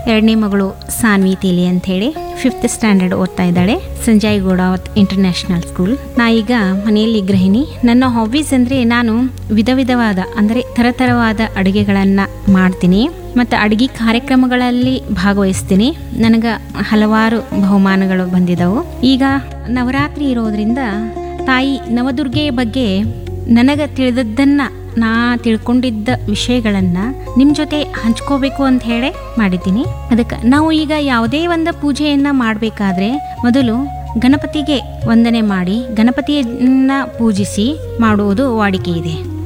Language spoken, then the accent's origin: Kannada; Jamkhandi, Karnataka, India; ನಾನು ಗೃಹಿಣಿ. ನನ್ನ ಶಿಕ್ಷಣ BA/BEd MA ಆಗಿದೆ. ನಾ ಹುಟ್ಟಿ ಬೆಳೆದಿದ್ದು ಜಮಖಂಡಿಯಲ್ಲಿ, ಅಂದರೆ ನಮ್ಮ ತಾಯಿಯ ಅಣ್ಣನಾದ ಸಿದ್ದರಾಮ್ ಜಂಬಿಗಿಯವರ ಮನೆಯಲ್ಲಿನೇ ನಾ ಹುಟ್ಟಿ ಬೆಳೆದಿದ್ದು.